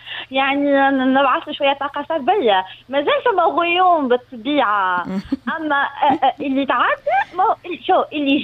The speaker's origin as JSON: {"language": "Arabic", "region": "Medenine", "country": "Tunisia", "tie": "born or raised there", "said": "أنا قريت في مدنين"}